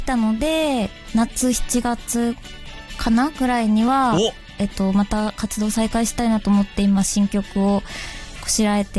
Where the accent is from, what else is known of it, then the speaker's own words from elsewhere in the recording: Hokuriku, Japan; ただその多分私たち生まれ育った町が一緒なんですけど、